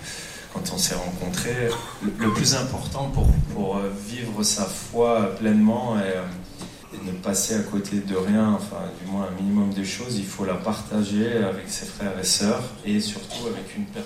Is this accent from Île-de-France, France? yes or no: no; Chambéry, Auvergne-Rhône-Alpes, France; also born or lived in Grenoble; Donc, moi, j'ai grandi entre Chambéry et Grenoble. Je suis savoyard, on est à Chambéry.